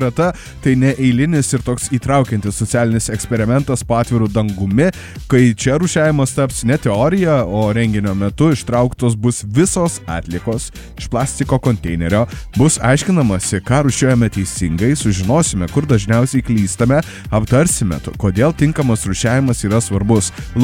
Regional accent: Kaunas, Kaunas County, Lithuania; nesam čia mes kauniečiai išskirtiniai

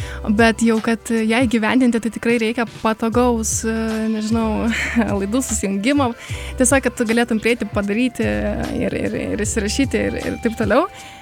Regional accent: Kaunas, Kaunas County, Lithuania; Taip, aš kaunietė. Visą laiką buvau ir tikriausiai, kad būsiu.

